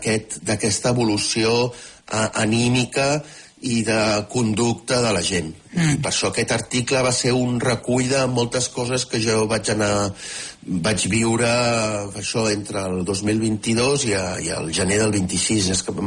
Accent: Catalonia, Spain; now in Kyiv, Ukraine; sóc com a bon català, sóc molt boletaire

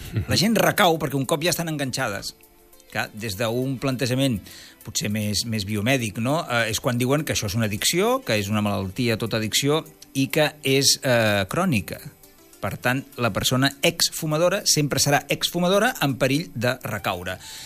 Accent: Sabadell, Catalonia, Spain; jo sóc professor de la Cambra de Comerç de Sabadell, de la meva ciutat

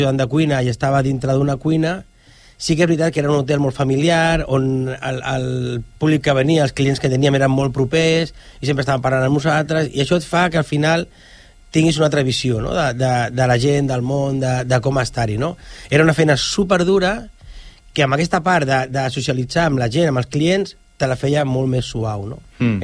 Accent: Sant Boi de Llobregat, Catalonia, Spain; also born or lived in Berga / La Pobla de Lillet / Sant Bartomeu de la Quadra; Fins que vam acabar aquí a Sant Boi i vaig començar a fer vida a Sant Boi. Quan jo vaig arribar a Sant Boi tindria uns 4 anys i fins ara.

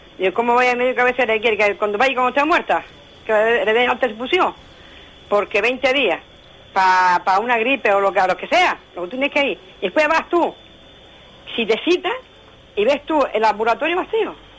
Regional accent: Ingenio, Canary Islands, Spain; Vale, yo soy aquí de Ingenio. No en Agüime, sino en el Cruz Arinaga.

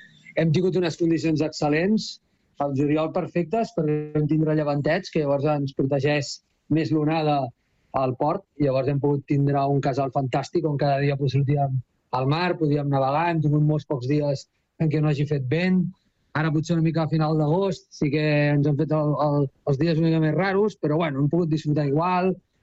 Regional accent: Arenys, Catalonia, Spain; vindrà amb nosaltres que som d'Arenys

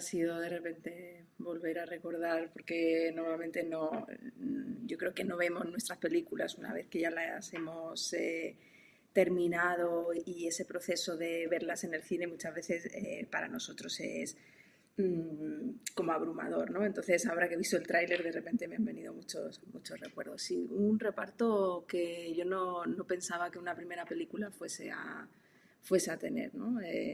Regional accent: Jerez de la Frontera, Andalusia, Spain; moved away as an adult; also born or lived in New York / Los Angeles; yo soy de Jerez de la Frontera

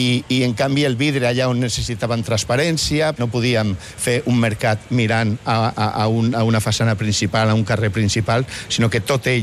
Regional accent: Barcelona, Catalonia, Spain; Jo vaig néixer aquí, aquí al barri, aquí al carrer. Jo jugava de petit aquí a Via Favència, quan era només terra i res més.

